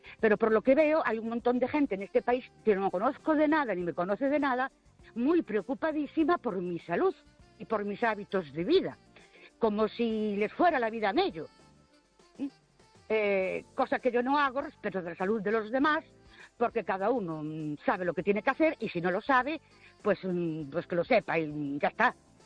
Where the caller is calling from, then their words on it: Ourense, Galicia, Spain; de Ourense.